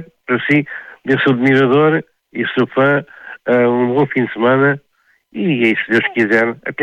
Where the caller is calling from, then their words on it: Marinha Grande, Centro, Portugal; Eu falo da Marinha Grande